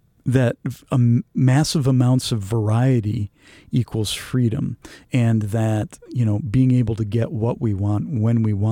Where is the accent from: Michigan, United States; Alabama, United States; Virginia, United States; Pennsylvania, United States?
Michigan, United States; Lincoln Park; I grew up, I should highlight that I grew up five blocks away from the Sears in Lincoln Park, right? The massive shopping complex that was super important to downriver economy.